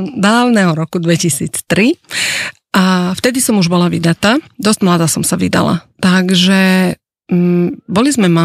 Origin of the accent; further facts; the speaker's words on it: Serbia; moved away as an adult; now in Slovakia; A ja som vlastne … som zo Srbska a žila som tam takých 35 rokov a potom s manželom sme sa rozhodli, že prídeme tu na Slovensko.